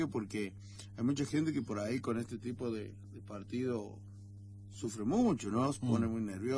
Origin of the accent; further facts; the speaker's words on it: Argentina; como somos los argentinos